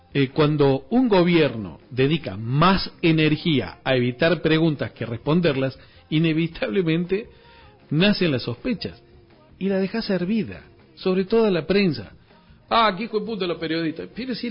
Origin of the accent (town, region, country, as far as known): Argentina